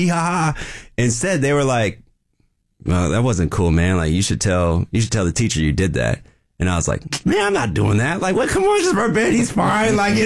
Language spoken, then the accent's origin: English; Vancouver, Washington, United States; I grew up in Vancouver, Washington.